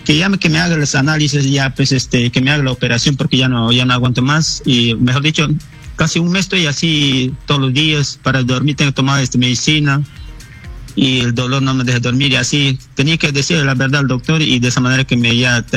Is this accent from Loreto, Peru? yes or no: yes; Nueve Paraíso, Loreto, Peru; Sí, yo soy natural de Nueve Paraíso, Quebrada Poli, Río Momón, pertenece al distrito de Punchana.